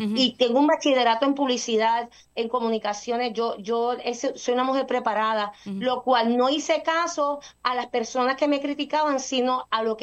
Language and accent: Spanish; Puerto Rico; also born or lived in Arizona; me gustaría mucho que invitaran a esta servidora acá en mi país hermoso, Puerto Rico. Pueden llamar al área code 480-480, porque vengo de Arizona, no he cambiado el ¿cómo se llama? El área code.